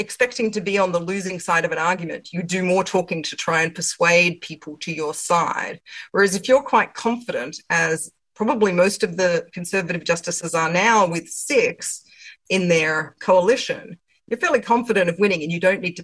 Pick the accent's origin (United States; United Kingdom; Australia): Australia; in other jurisdictions, such as Australia, my home country, we measure oral arguments in days